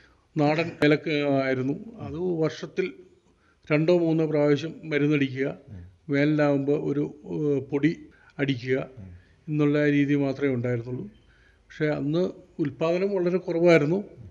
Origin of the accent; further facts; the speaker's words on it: Rajakumari, Kerala, India; ഞാനിവിടെ രാജകുമാരി തന്നെ ജനിച്ചു വളർന്നയാളാണ്. ഞങ്ങളുടെ എൻ്റെ ഫാദറായിട്ട് ഒരു 78 വർഷം മുമ്പ് തൊടുപുഴയിൽ നിന്ന് കുടിയേറി രാജകുമാരിയിൽ വന്ന ആളാണ്. എനിക്കിപ്പോൾ 63 വയസ്സായി. ഞാനിപ്പോൾ ഇവിടെ ജനിച്ചു